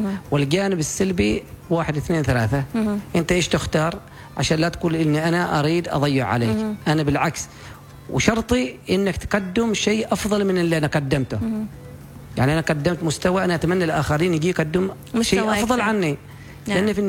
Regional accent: Oman; عندنا في عمان.

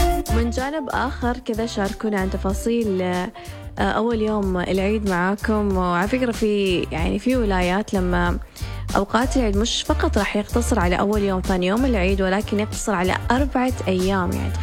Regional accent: Oman

